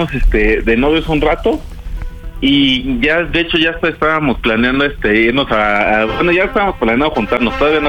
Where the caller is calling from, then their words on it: Oaxaca, Mexico; Tengo 25 años y soy aquí de Oaxaca.